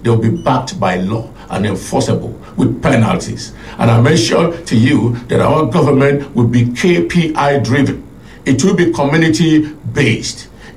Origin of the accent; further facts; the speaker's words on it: Benue, Nigeria; I am from Bandika.